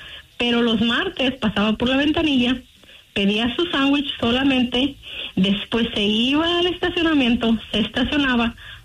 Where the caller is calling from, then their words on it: Manteca, California, United States; De aquí, de la ciudad de Manteca, California.